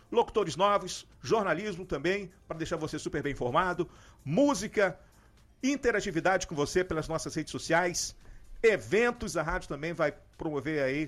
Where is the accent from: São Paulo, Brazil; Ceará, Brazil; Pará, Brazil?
Pará, Brazil; Santarém; moved away as an adult; Eu sou de Santarém do Pará, sou mocorongo, nasci lá em Santarém na década de 90, mais precisamente em 1994